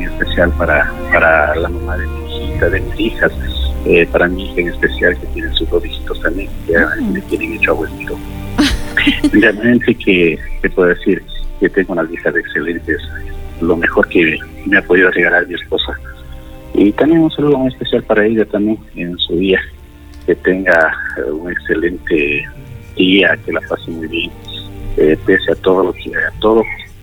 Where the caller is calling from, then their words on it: Otavalo, Imbabura, Ecuador; Desde Otavalo.